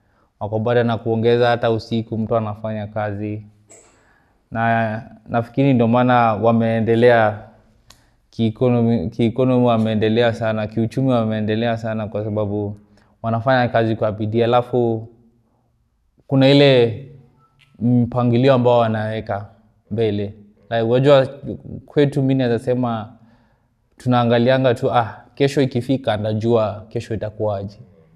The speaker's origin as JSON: {"language": "Swahili", "region": "Nairobi", "country": "Kenya", "tie": "born or raised there", "second_language": "Swahili", "moved": "as an adult", "said": "mimi ni kijana nimelelewa Kibera. Nimelelewa huko"}